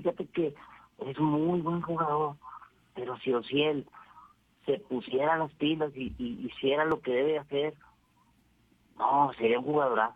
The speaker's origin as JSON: {"language": "Spanish", "town": "Monterrey", "region": "Nuevo León", "country": "Mexico", "said": "yo soy de Monterrey"}